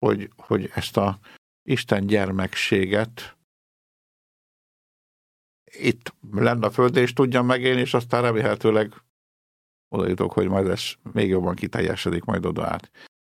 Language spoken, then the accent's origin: Hungarian; Hungary; magyar vagyok